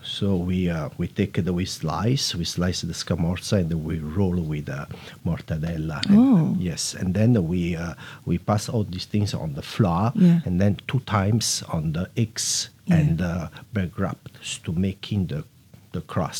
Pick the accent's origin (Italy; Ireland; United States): Italy; Naples, Campania; now in Singapore; where I grew up with in Naples.